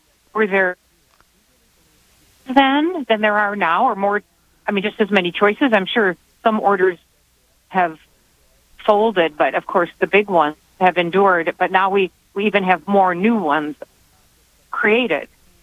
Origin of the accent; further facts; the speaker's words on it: Janesville, Wisconsin, United States; And I just shout out to my parish where I grew up in Janesville, Wisconsin, was St. John Vianney Parish.